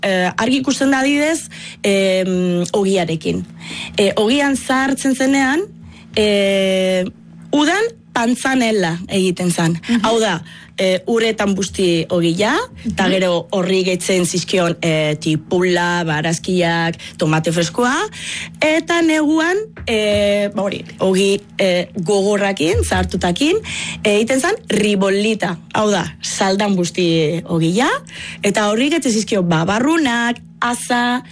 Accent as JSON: {"language": "Basque", "town": "Florence", "region": "Tuscany", "country": "Italy", "moved": "yes", "said": "ba ni Firentzekoa naiz, eta Toskanan dago Firentze, dakizuen bezala"}